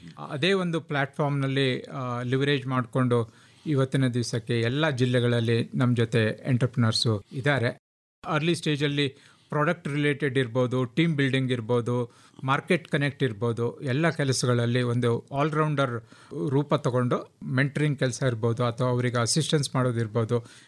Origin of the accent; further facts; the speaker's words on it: Kumta, Karnataka, India; moved away as an adult; now in Uttar Pradesh, India; ನಮ್ಮ ಊರು ಕುಮಟಾ ಕುಜಳ್ಳಿ ಅಲ್ಲಿ ಇದ್ದೀವಿ.